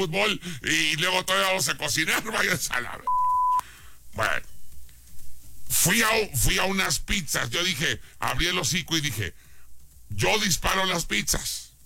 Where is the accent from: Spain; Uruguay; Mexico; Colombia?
Mexico; Guadalajara, Jalisco; moved away; Me fui a mi tierra. Me fui a Guadalajara, Jalisco.